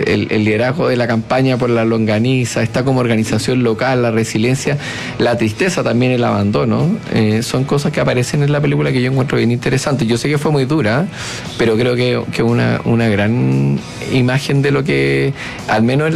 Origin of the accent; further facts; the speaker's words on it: Santiago Metropolitan Region, Chile; born there; Yo nací cerca de Wynn, hoy día es menos rural que antes, pero tiene muchos pueblitos, localidades cercanas a Santiago.